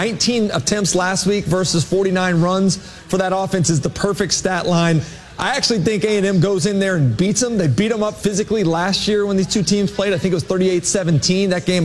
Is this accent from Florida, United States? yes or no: yes; Florida, United States; growing up around Florida and this league in general, just such a special thing to be a part of.